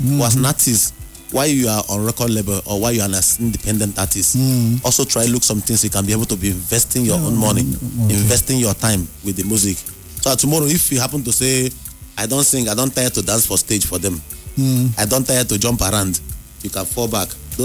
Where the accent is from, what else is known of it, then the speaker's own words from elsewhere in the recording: Opobo, Rivers, Nigeria; I'm from River City, I'm from Opopo Town.